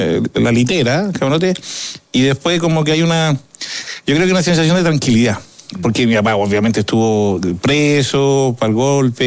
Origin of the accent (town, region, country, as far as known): Lautaro, Araucanía, Chile; born there